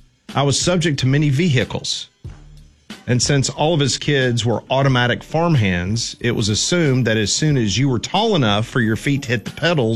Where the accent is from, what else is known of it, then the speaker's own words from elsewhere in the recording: Mississippi, United States; born there; I should know this since I was born in Mississippi and most of my family still lives over there.